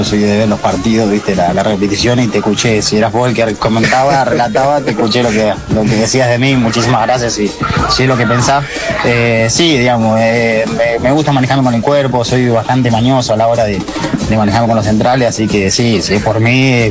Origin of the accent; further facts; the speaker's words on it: Mendoza, Argentina; moved away as an adult; Yo soy de Mendoza Capital. Salí del Deportivo Maipú de Mendoza y hace serán 14 años que ando por la zona, digamos La Pampa